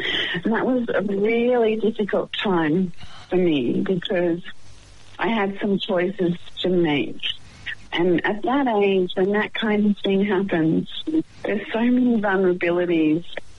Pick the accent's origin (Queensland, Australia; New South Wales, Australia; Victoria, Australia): Queensland, Australia; Brisbane; Well, I was born in Queensland. Mighty Queensland. And in Brisbane, on the north side of Brisbane, on a dairy farm.